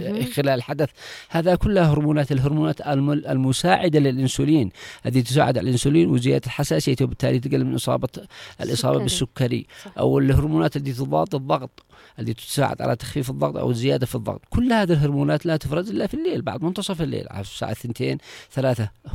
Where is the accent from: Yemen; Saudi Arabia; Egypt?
Yemen; النمط الحياتي عندنا في اليمن